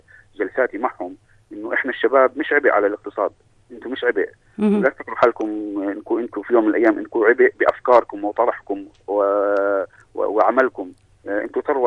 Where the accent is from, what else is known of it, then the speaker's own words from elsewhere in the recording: Aqaba, Aqaba Governorate, Jordan; احنا عندنا العقبه